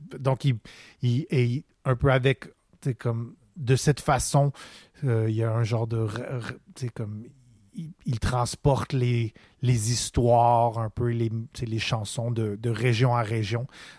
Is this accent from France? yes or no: no; Turkey; Oui, c'est ça. Je suis turc. Donc, je l'ai acheté au bazar en Turquie, puis c'est ça.